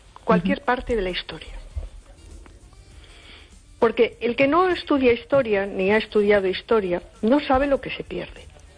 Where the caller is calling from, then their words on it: A Coruña, Galicia, Spain; de Coruña.